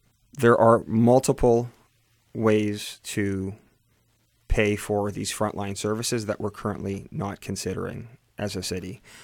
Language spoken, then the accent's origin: English; Vancouver, British Columbia, Canada; born there; I was born here in Vancouver.